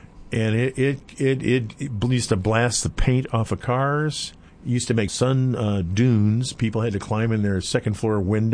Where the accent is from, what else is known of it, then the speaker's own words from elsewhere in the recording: Chicago, Illinois, United States; We grew up in Chicago, and so we were way far from, out here